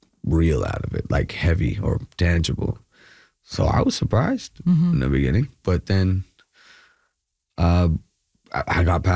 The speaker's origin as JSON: {"language": "English", "region": "Kerala", "country": "India", "moved": "yes", "lives_now": "Bangalore, India"}